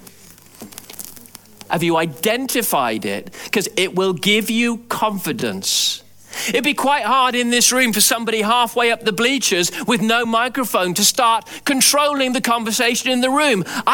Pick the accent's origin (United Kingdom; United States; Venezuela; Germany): United Kingdom; England; I'm English.